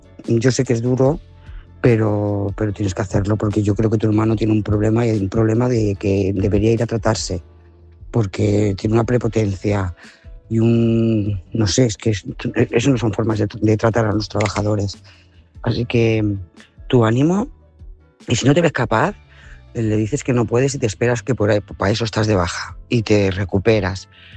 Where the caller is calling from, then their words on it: Lloret de Mar, Catalonia, Spain; Lloret de Mar, esto es para María José.